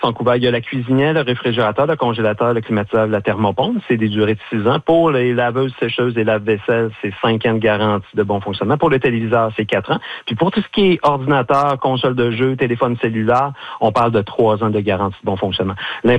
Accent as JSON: {"language": "French", "region": "Quebec", "country": "Canada", "said": "On vient de la Côte-Nord, on est sur la Côte-Nord."}